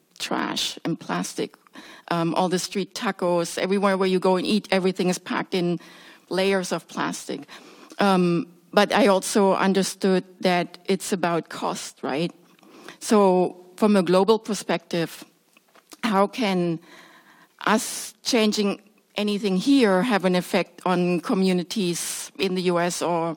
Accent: Germany; moved away; also born or lived in Mexico City; So I grew up in Germany where recycling was kind of ingrained in us. And then I moved to Mexico City, lived there for a while

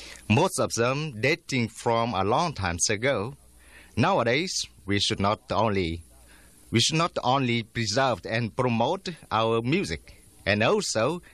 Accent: Hanoi, Vietnam; English is a second language; We come from Hanoi. We are members of the Vietnamese Musical Institute and teaching in Hanoi's conservatoire.

